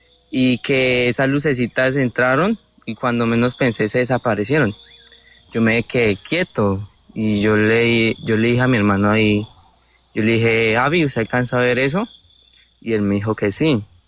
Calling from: Villavicencio, Meta, Colombia; desde la ciudad de Villavicencio.

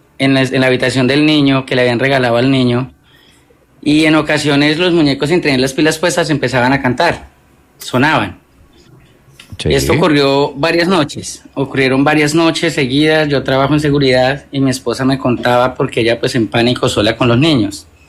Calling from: Espinal, Tolima, Colombia; acá en el Espinal, nosotros vivimos en el Espinal

